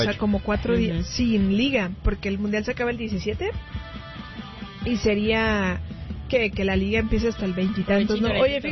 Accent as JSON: {"language": "Spanish", "town": "Guadalajara", "region": "Jalisco", "country": "Mexico", "said": "Yo se lo chopeé. Pero soy de Guadalajara, no, o sea, yo sí dije..."}